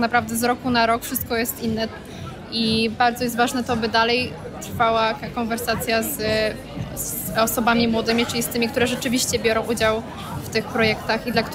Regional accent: near the German border, Poland; pochodzę z miejscowości blisko granicy z Niemcami, ale wydaje mi się, że wciąż jest jakiś niewykorzystany potencjał w tym regionie.

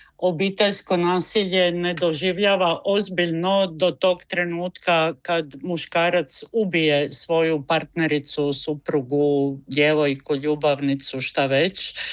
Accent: Croatia; kod nas u Hrvatskoj

